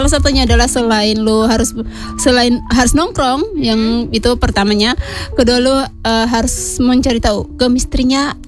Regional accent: Eastern Indonesia, Indonesia; now in Jakarta, Indonesia; Gue kan asalnya dari Indonesia Timur. 2017 kan pertama kalinya gue tuh merantau di Jakarta.

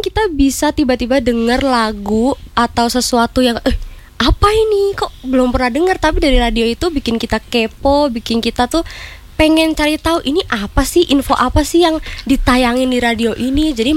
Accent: Jakarta, Indonesia; Jakarta juga.

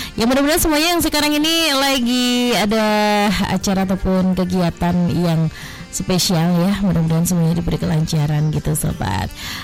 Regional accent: Java, Indonesia; karena kita itu sebagai orang Jawa, kejawen ya, juga harus menghormati dan melaksanakan hal-hal tersebut.

